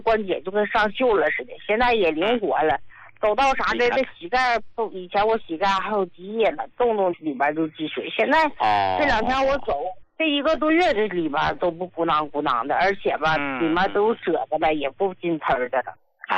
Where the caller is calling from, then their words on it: Heilongjiang, China; 我是黑龙江的。